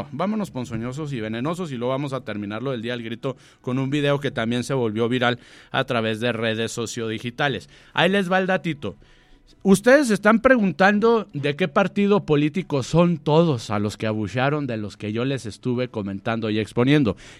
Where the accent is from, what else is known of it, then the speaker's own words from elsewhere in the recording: Mexico; nosotros como mexicanos